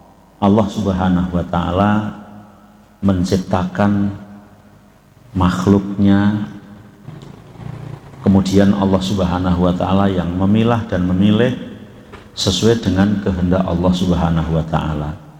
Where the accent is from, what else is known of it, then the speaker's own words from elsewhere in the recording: Temanggung, Central Java, Indonesia; Umur saya 52, berarti kalau saya sudah nalar itu sekitar 40 tahun yang lalu. Itu di kampung saya